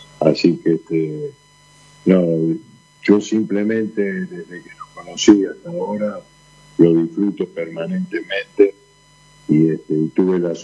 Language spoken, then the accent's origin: Spanish; Argentina; por como argentino